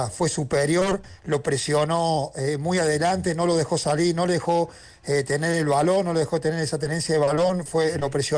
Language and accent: Spanish; Argentina